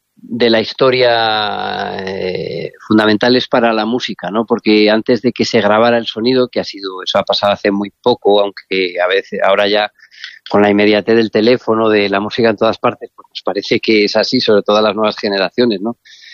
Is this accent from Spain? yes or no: yes; Galicia, Spain; Yo, que soy de Galicia, pues siempre estamos, vamos, que vivo en Galicia.